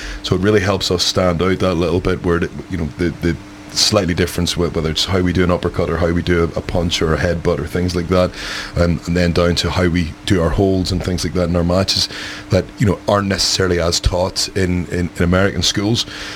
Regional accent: Ireland; Nikki's Scottish, I'm Irish

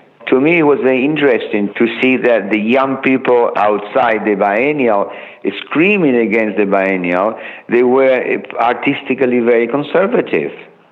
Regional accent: Buenos Aires, Argentina; English is a second language; moved away as an adult; now in Italy; You see, because I was arriving from Argentina, and in 67, 68, it was a big political moment where the young left were very active against organized cultural institutions. When I arrived in Italy, it was the same.

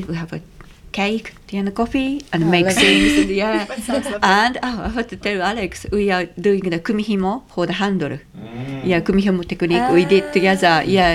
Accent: Japan; now in United Kingdom; I'm from Japan

